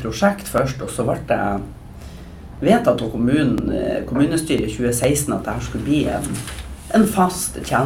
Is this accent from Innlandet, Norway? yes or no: no; Dønna, Nordland, Norway; now in Hemnes, Norway; Ja, jag är ifrån Dömna opprinnelige.